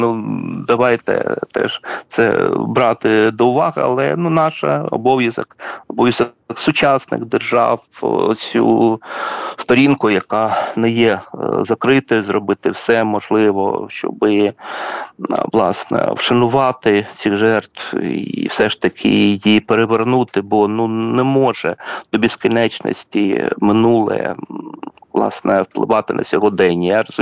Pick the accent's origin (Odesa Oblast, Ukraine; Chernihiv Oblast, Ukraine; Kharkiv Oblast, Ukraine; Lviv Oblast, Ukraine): Chernihiv Oblast, Ukraine; ну я з Чернігівщини, ну от були коли розкопки